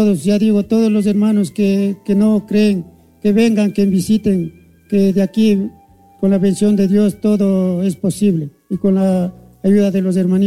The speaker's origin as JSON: {"language": "Spanish", "region": "Cochabamba", "country": "Bolivia", "said": "soy de Cuchabamba."}